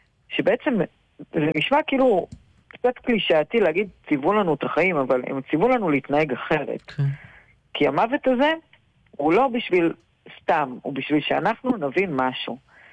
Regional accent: Southern District, Israel; אנחנו תושבי עוטף עזה, כן.

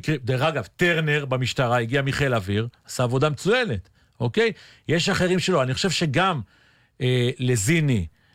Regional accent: Kiryat Tivon, Haifa District, Israel; אני גדלתי בטבעון, היו שם הרבה מאוד אנשי צבא עלומים

